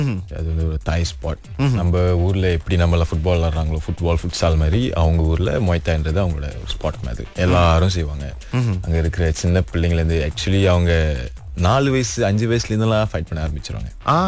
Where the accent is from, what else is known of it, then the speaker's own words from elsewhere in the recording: Penang, Malaysia; நான் பிணைங்களை பிறந்து வளர்ந்துள்ள பிணைங்களை தான்.